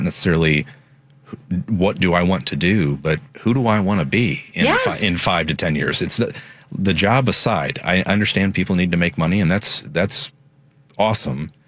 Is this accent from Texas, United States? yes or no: no; St. Louis, Missouri, United States; St. Louis.